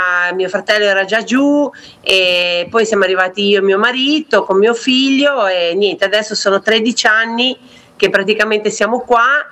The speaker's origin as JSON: {"language": "Italian", "town": "Pietra Ligure", "region": "Liguria", "country": "Italy", "lives_now": "Jakarta, Indonesia", "said": "il cambiamento principale è che noi nati sul mare, perché noi siamo di Pietraligure, quindi 5 minuti eri al mare"}